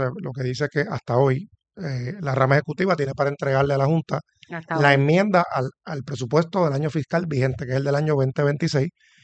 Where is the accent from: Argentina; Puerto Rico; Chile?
Puerto Rico; yo creo que ya como puertorriqueños y puertorriqueñas tenemos que empezar a trabajar